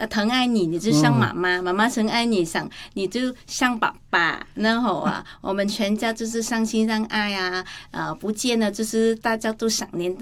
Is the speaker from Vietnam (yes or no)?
yes; Vietnam; Chinese is a second language; moved away; 因为那时候他们猜，哦，你是从香港来吗？那时候他说新加坡来吗？我说不是，我是从越南来的